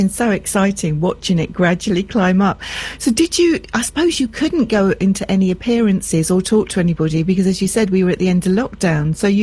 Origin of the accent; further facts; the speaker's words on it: London, United Kingdom; I'm a Londoner